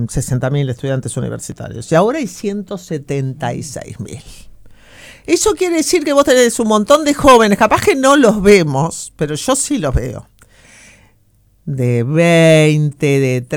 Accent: Uruguay

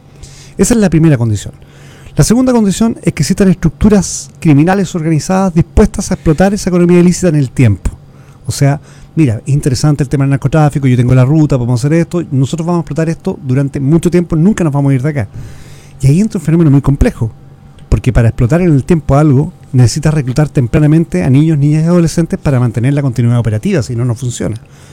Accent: Chile; Obviamente mi acento no es uruguayo, soy chileno.

